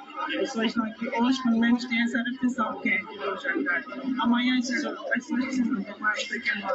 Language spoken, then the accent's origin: Portuguese; Mozambique; como moçambicanos, estamos unidos aqui